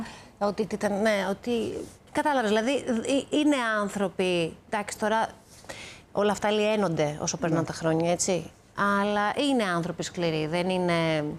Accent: Athens, Attica, Greece; Εγώ γεννήθηκα στην Αθήνα και μεγάλωσα στην Αθήνα.

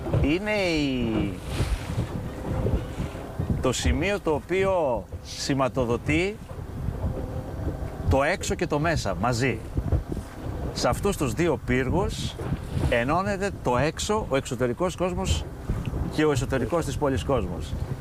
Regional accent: Nafpaktos, Western Greece, Greece; Γεννήθηκα στην Ναύπακτο, μεγάλωσα στην Ναύπακτο, πήγα σχολείο στην Ναύπακτο, έζησα την Ναύπακτο σε όλες τις φάσεις της και τους δύσκολους χειμώνες και τα ωραία καλοκαίρια και τη φύση και τη θάλασσα κυρίως και το κάστρο.

